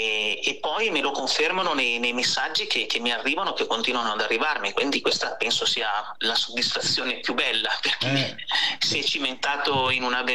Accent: Lombardy, Italy; born there; ero nel mio paese dove risiedo, che è un piccolo paese del Mantovano, di Limpenta

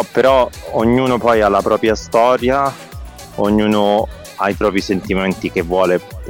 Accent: Trieste, Friuli-Venezia Giulia, Italy; born there; also born or lived in Milan; now in Rome, Italy; sono nato a Trieste, ho vissuto a Milano e ci vengo periodicamente

